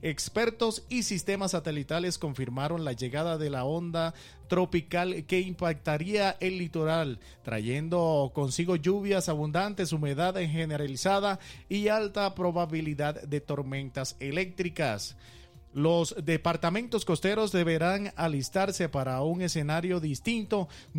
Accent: Coveñas, Sucre, Colombia; yo soy de allá de Coveña, soy coveñero nacido y criado

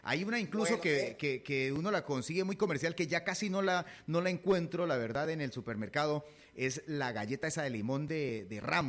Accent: Huila, Colombia; born there

